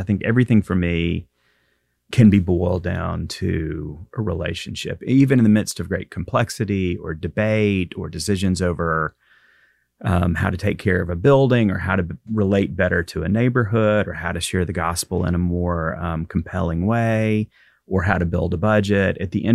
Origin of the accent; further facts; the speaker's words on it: Guntersville, Alabama, United States; a little bitty United Methodist church in Guntersville, Alabama, my hometown.